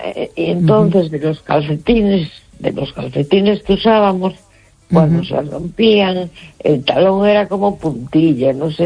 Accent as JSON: {"language": "Spanish", "town": "A Coruña", "region": "Galicia", "country": "Spain"}